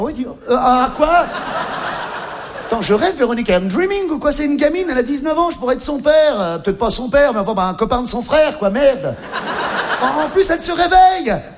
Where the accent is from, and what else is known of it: Grand-Quevilly, Normandy, France; born or raised there